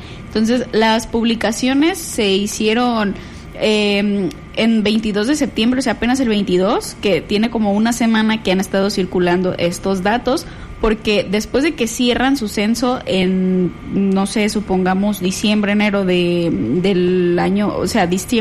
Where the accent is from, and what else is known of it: Mexico